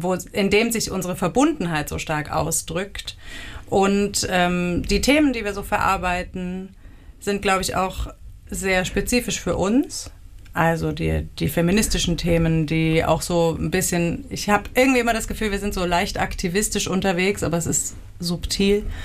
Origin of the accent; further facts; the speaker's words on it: Kempten, Bavaria, Germany; born there; moved away; ich bin eigentlich ursprünglich gebürtige Allgäuerin aus Kempten.